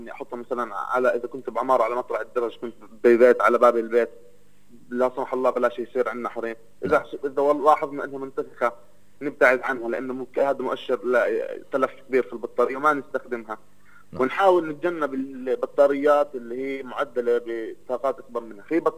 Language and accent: Arabic; Palestine; عندنا في فلسطين،